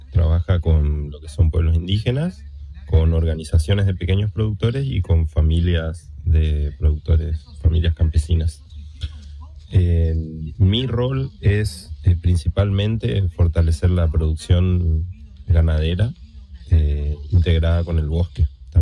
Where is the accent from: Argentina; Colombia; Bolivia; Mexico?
Argentina; Chaco; soy chaqueño, soy ingeniero agrónomo, estudié en Corrientes, en la UNE